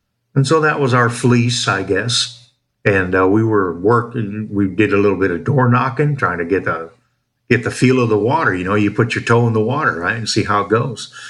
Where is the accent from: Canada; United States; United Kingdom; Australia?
United States; moved away as an adult; also born or lived in Campeche; now in Mexico; "Well, we're from Washington."